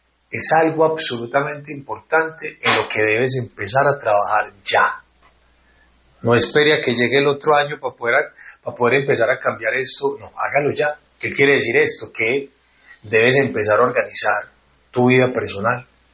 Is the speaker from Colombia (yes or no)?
yes; Colombia